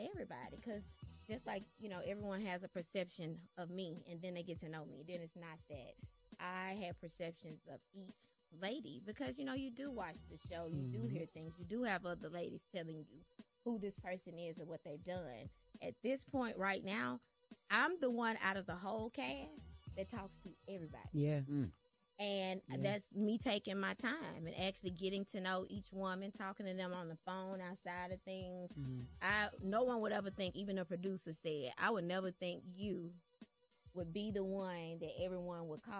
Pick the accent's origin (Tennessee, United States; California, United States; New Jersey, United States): Tennessee, United States; Memphis